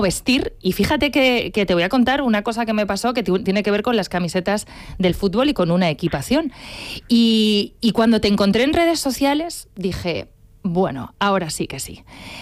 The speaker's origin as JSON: {"language": "Spanish", "region": "Castilla-La Mancha", "country": "Spain"}